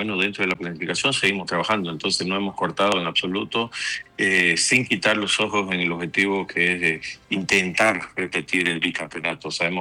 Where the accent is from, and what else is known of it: Bolivia